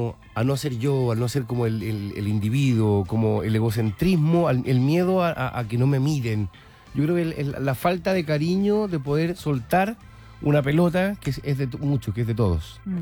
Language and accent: Spanish; Chile; podemos hacer como chilenos